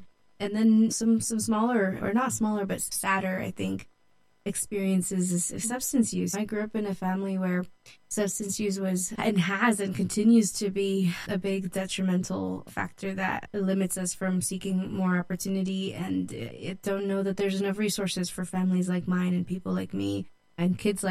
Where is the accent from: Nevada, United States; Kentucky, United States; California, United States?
California, United States; Modesto; born or raised there; also born or lived in Mexico